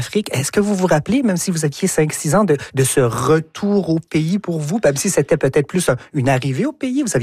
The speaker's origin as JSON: {"language": "French", "region": "New Brunswick", "country": "Canada", "said": "On est deux personnes de la péninsule, donc Chipagan?"}